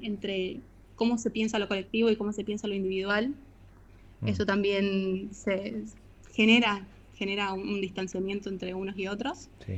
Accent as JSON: {"language": "Spanish", "region": "Catamarca", "country": "Argentina", "moved": "as an adult", "lives_now": "Berlin, Germany", "said": "cuando ven que soy catamarqueña"}